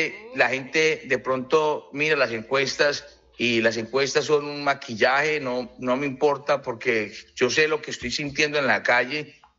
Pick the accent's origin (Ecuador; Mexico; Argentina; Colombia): Colombia